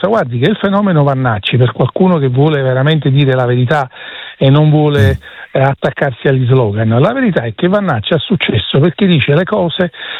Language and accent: Italian; Naples, Campania, Italy; la mia appartenenza al Mezzogiorno d'Italia e alla patria della civiltà, che credo che sia la città di Napoli, che è la capitale del Mediterraneo